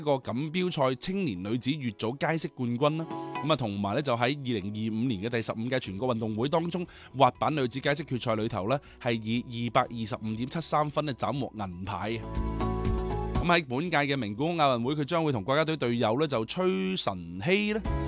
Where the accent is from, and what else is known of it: Zhaoqing, Guangdong, China